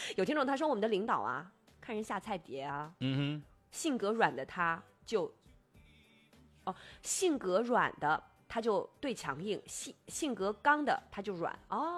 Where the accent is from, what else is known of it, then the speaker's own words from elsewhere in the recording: China; 国外吃的东西其实跟我们中国人吃的东西不太一样